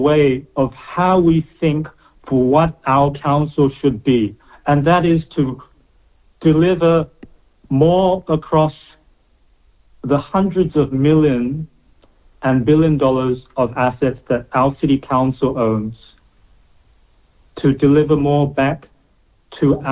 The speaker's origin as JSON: {"language": "English", "town": "Dunedin", "region": "Otago", "country": "New Zealand", "tie": "born or raised there", "moved": "as an adult", "said": "I come back and know no one in my hometown."}